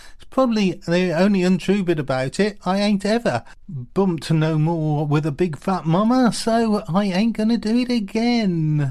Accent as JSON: {"language": "English", "town": "Wolverhampton", "region": "West Midlands", "country": "United Kingdom", "tie": "born or raised there", "said": "my hometown of Wolverhampton"}